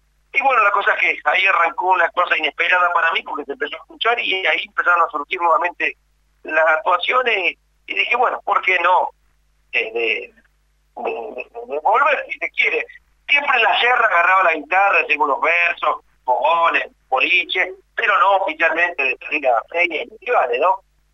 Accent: Carmen de Areco, Buenos Aires Province, Argentina; Yo soy de Carmen de Areco, Carmen, que no es lo mismo que San Antonio de Areco.

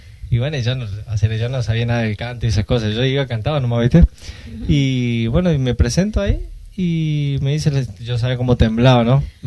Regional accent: Córdoba, Argentina; moved away as an adult; also born or lived in Formosa; now in Reconquista, Argentina; Yo soy oriundo, nací en Formosa y fui criado en Córdoba toda mi vida, hasta los 19 años, y después me vine para Reconquista.

